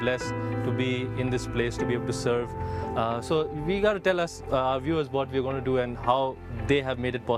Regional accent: India; moved away; I come from India, so I've seen a lot of poverty

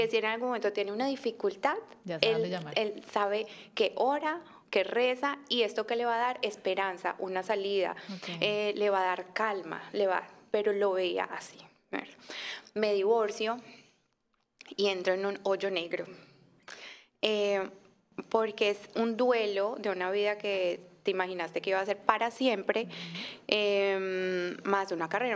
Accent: Medellín, Antioquia, Colombia; Yo soy de Medellín.

